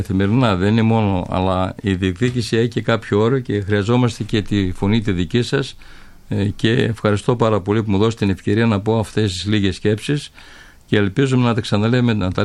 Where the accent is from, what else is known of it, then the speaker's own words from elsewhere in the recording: Trikala, Thessaly, Greece; Θα χειρόμουν σαν Τρικαλινός.